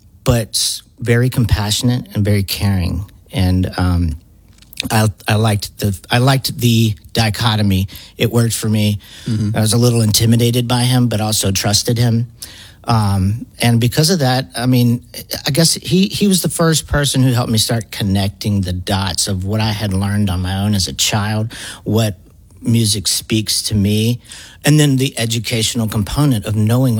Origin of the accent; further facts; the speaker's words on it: Lake Charles, Louisiana, United States; I'm originally from Lake Charles.